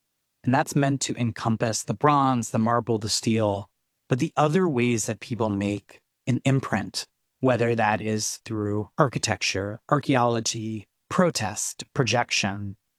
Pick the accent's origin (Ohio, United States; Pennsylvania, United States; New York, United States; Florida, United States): Pennsylvania, United States; Philadelphia; I'm born and raised in Philadelphia.